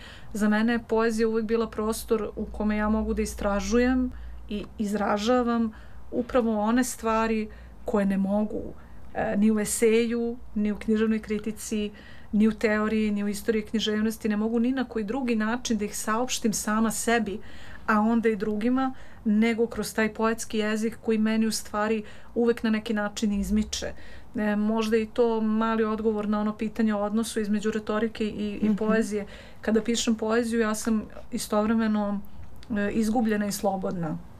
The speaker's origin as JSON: {"language": "Serbian", "region": "Belgrade", "country": "Serbia", "tie": "born or raised there", "said": "kao što je ljubav prema zemlji, tako i prema Beogradu, koji je moj zavičaj"}